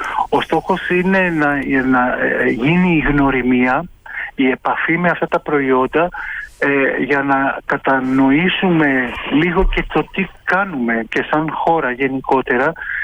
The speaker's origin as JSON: {"language": "Greek", "country": "Greece", "said": "όσο αφορά εμάς σαν Έλληνες."}